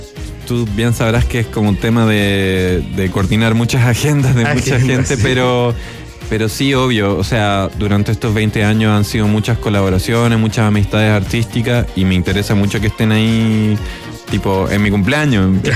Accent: Chile; moved away as an adult; now in United States; mi papá es brasilero y yo crecí como en Chile, obviamente.

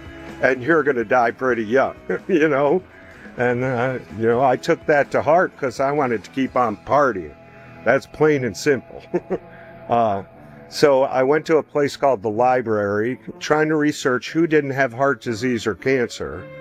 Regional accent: New York, United States; Growing up in New York in a half Italian family, I was exposed to pepper flakes and pepperoncini and cherry peppers

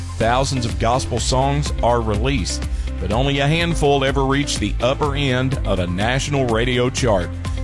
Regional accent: Bristol, Tennessee, United States; They're from my hometown of Bristol, Tennessee

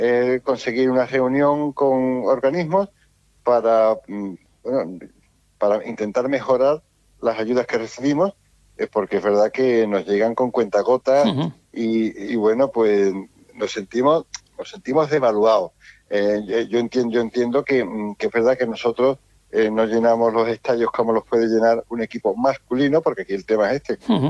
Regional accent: San Fernando, Andalusia, Spain; now in Conil de la Frontera, Spain; yo no soy ni de Guadalcacín, yo soy un cañailla que vive en Conil

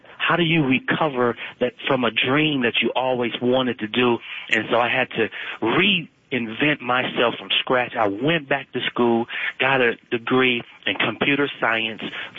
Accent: Michigan, United States; I'm from Michigan. I got a college baseball scholarship from the University of Nebraska.

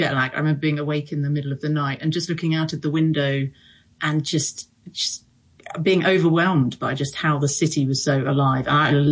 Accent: Bedford, East of England, United Kingdom; born there; moved away as an adult; also born or lived in Hong Kong / Australia; So I grew up in the UK, mostly in a town just north of London called Bedford.

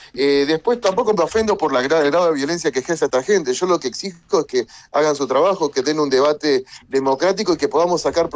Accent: Argentina; un tema tan importante que debería unirnos como argentinos

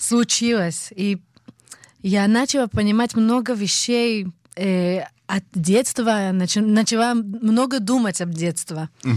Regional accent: Petah Tikva, Central District, Israel; also born or lived in Nalchik, Russia; Я родилась в Нальчике, в Кавказе. И всю мою жизнь была в Петахтикве.

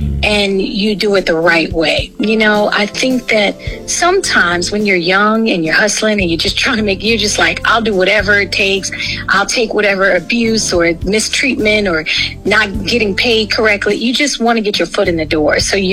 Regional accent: East Orange, New Jersey, United States; I'm from Jersey. Shout out to East Orange.

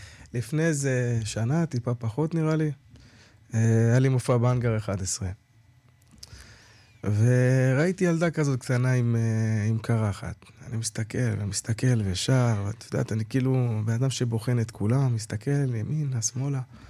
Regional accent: Or Yehuda, Tel Aviv District, Israel; now in Kiryat Ono, Israel; אני במקור מאור יהודה, והיום גר בקריית אונו.

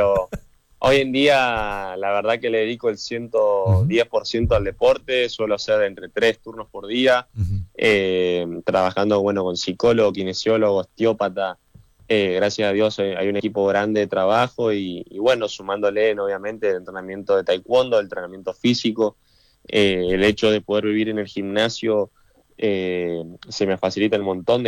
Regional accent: Argentina; somos, a ver, argentinos, y peleamos con el corazón

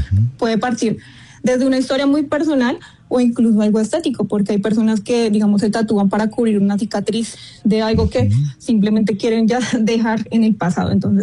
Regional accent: Colombia; now in United States; yo soy colombiana, pero vivo en Estados Unidos, entonces he podido conocer este mundo en dos países diferentes

